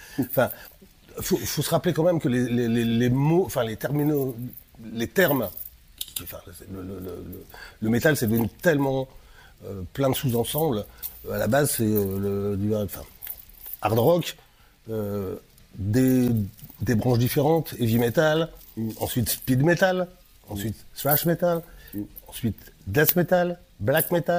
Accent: Lille, Hauts-de-France, France; Nous, on est de Lille, tu vois, on vient pas des mines, enfin du côté Pas-de-Calais.

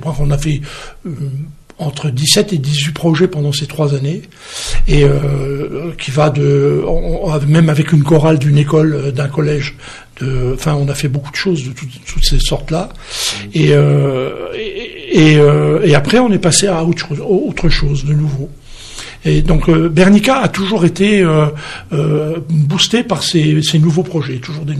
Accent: Metz, Grand Est, France; Moi, je suis plutôt de Metz, hein. Mais je suis seul aussi, ouais. De Metz.

